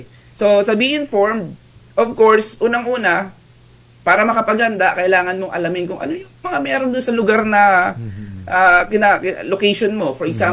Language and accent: Tagalog; Batangas, Calabarzon, Philippines; Ako po, taga Batangas ako. Mm-hmm. Nasa Batangas po ako ngayon.